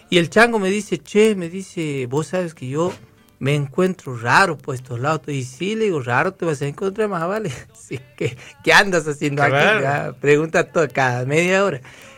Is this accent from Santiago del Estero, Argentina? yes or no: yes; Santiago del Estero, Argentina